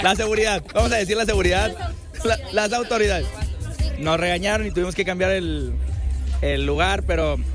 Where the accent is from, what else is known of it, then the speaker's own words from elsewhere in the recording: Nuevo León, Mexico; somos los representantes de Nuevo León en el rap